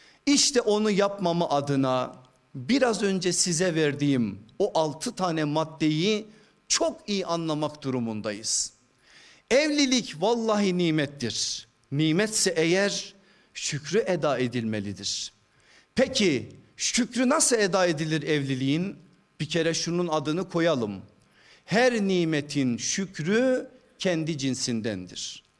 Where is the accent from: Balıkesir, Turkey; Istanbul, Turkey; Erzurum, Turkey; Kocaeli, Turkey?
Erzurum, Turkey